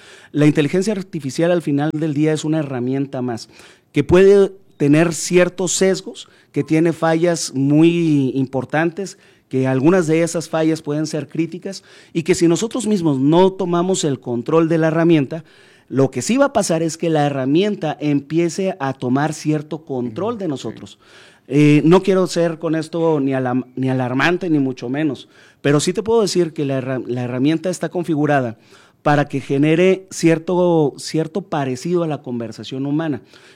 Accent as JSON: {"language": "Spanish", "town": "Camargo", "country": "Mexico", "moved": "yes", "said": "regresar a Camargo es regresar a lo real, regresar a donde se siente uno en casa."}